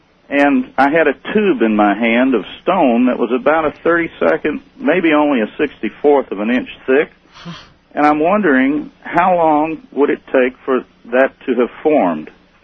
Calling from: Santa Rosa, California, United States; I'm in Santa Rosa, California, listening on KSRO 1350.

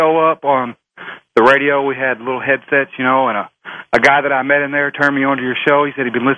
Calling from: Brandon, Mississippi, United States; I'm from Brandon, Mississippi.

